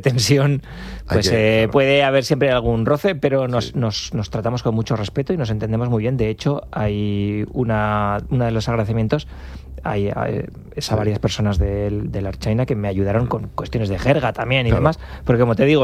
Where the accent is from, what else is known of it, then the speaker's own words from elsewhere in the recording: La Rioja, Spain; also born or lived in Zaragoza; now in San Sebastián, Spain; Soy riojano, trabajaba, ejercía en Zaragoza, pero llevo 5 años en San Sebastián.